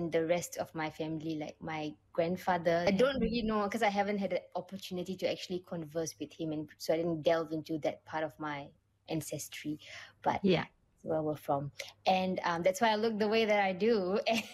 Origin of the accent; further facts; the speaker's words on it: Singapore; moved away; I'm from Singapore